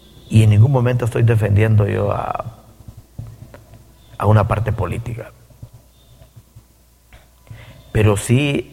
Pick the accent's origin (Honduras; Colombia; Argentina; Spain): Honduras